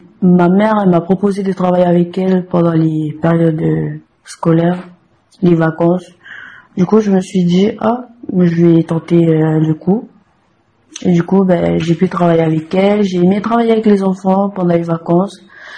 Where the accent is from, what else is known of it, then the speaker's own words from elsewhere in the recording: Wallis, Wallis & Futuna; now in Koumac, New Caledonia; j'ai 20 ans, je suis originaire de Wallis